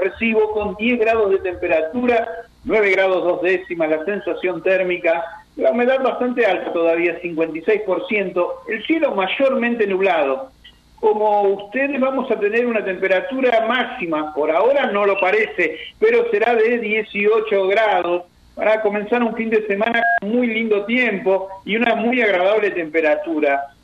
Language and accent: Spanish; Argentina; a nosotros nos orgullece como argentinos